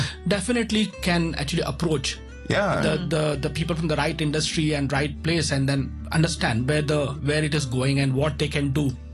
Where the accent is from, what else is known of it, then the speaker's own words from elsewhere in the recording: Mumbai, Maharashtra, India; now in Hong Kong; when I was growing up in Mumbai